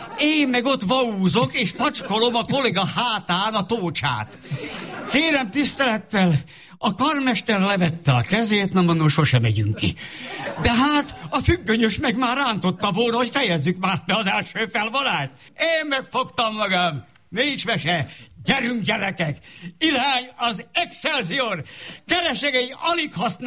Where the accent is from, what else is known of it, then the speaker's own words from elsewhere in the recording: Cegléd, Pest, Hungary; born there; also born or lived in Albertirsa; Én 1950-ben születtem, mégpedig szeptemberben, nem akárhol, Cegléden.